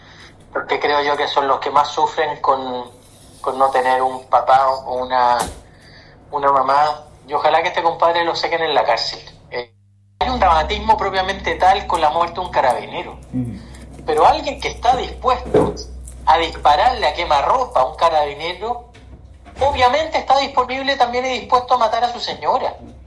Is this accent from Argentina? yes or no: no; Chile; todos como buenos chilenos nos afecta muchísimo